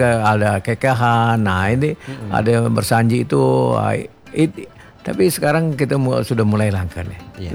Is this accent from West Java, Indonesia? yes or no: no; Riau, Indonesia; kita generasi Riau saat ini